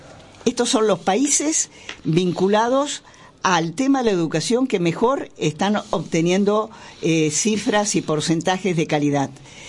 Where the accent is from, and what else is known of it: Argentina